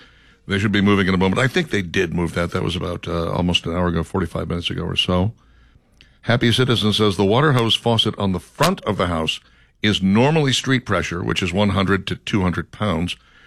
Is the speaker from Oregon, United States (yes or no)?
no; Flowery Branch, Georgia, United States; I'm from Flower Branch